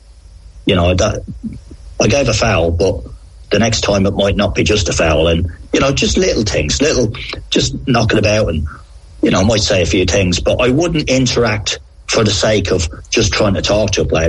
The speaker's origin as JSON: {"language": "English", "country": "Ireland", "tie": "born or raised there", "said": "How I was brought up in Ireland, the biggest thing for me as a boy was everybody called my dad Paddy"}